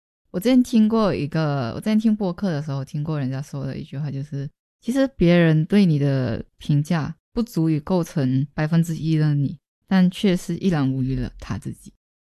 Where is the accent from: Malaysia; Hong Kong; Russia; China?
Malaysia; moved away as an adult; now in Taiwan; 就是在台湾，我在追逐着我的梦想，然后周围在台湾也有一些朋友，然后回到马来西亚的话也有我的家人